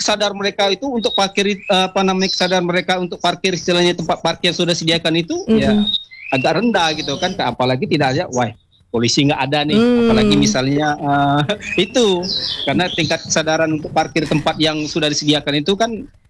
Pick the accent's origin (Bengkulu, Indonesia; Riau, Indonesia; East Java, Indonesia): Bengkulu, Indonesia; kita sebagai warga Kota Bungkulu